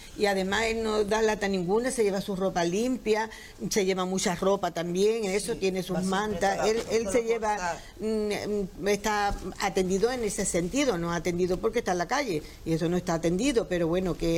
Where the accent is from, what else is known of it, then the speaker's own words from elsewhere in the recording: Cádiz, Andalusia, Spain; de Cádiz, de Cádiz.